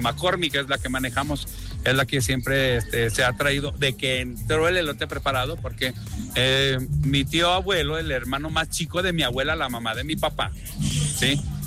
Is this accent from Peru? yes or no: no; Aguascalientes, Mexico; Somos orgullosamente de Aguascalientes, te digo, desde mi bisabuelo, ellos vivían allí, en lo que es ahora